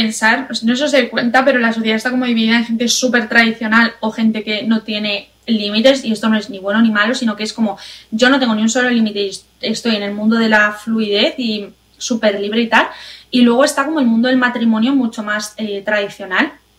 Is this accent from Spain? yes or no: yes; Spain; moved away as an adult; now in United States; yo soy madre, aquí soy española, pero viviendo en Estados Unidos, si no me conoces, y llevo aquí casi 4 años.